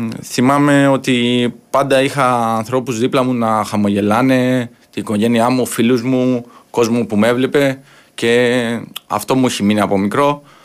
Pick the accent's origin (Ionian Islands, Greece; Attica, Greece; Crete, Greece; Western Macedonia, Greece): Ionian Islands, Greece; Argostoli; Εγώ γεννήθηκα και μεγάλωσα εδώ, στην Κεφαλονιά, στο Αργοστόλι.